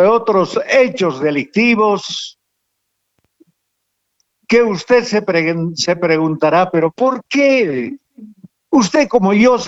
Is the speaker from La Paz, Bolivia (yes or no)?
no; O'Connor Province, Tarija, Bolivia; moved away; ese mi lindo y querido pago de la provincia O'Connor, que nunca olvido. Que nunca olvido porque mi niñez fue bella en esa mi tierra.